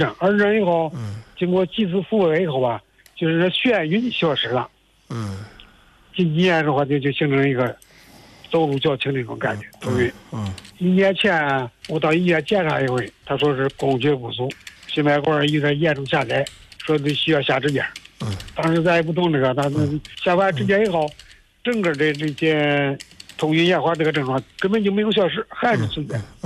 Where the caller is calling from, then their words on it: Xingtai, Hebei, China; 河北邢台。